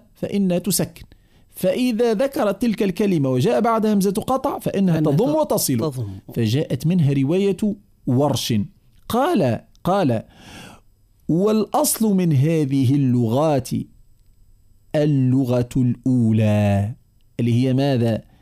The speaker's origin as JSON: {"language": "Arabic", "country": "Tunisia", "said": "إذن لماذا قدم الإسكان عندنا في تونس؟"}